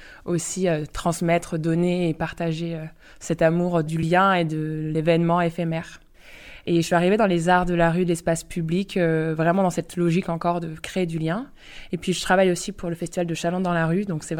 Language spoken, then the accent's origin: French; St. Barthélemy; moved away; Moi, je viens d'une petite île des Antilles qui s'appelle Saint-Barthélemy.